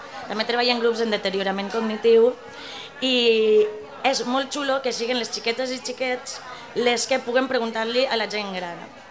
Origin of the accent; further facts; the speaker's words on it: Oliva, Valencian Community, Spain; now in Pego, Spain; d'oliva, que és el meu poble, i el meu poble adoptiu, que és Pego, on estic super a gust